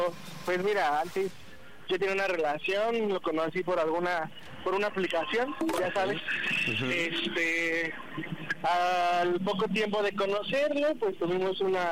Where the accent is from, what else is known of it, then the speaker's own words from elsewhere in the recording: Ixtapaluca, State of Mexico, Mexico; Tengo 26 y soy de Ixtapaluca, Estado de México.